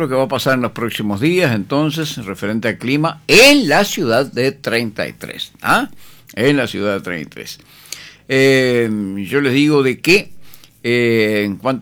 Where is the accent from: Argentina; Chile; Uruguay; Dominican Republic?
Uruguay